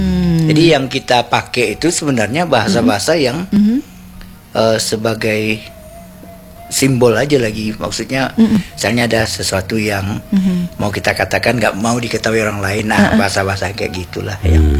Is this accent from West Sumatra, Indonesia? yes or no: yes; Padang, West Sumatra, Indonesia; born there; Kalau saya lahir di Padang.